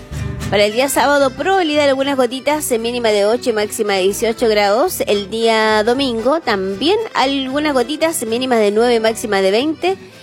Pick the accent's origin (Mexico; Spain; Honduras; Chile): Chile; Potrero Grande, Maule; yo soy de Potrero Grande, altura de Longaví